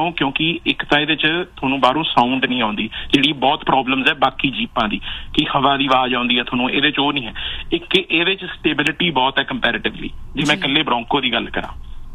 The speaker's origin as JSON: {"language": "Punjabi", "town": "Patiala", "region": "Punjab", "country": "India", "said": "ਮੈਂ ਪਟਿਆਲੇ ਦਾ ਬਈ।"}